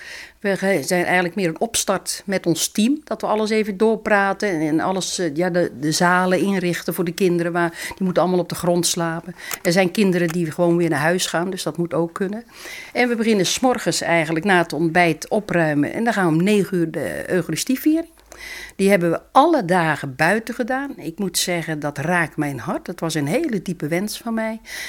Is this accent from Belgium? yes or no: no; Zeist, Utrecht, Netherlands; Ik kom ook uit Zeist.